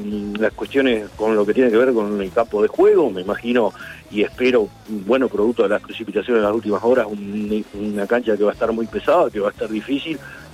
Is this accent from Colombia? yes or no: no; Uruguay; A ver, como uruguayo siempre tenemos la el hábito o el pensamiento de que lo que está funcionando no lo tocamos, ¿verdad?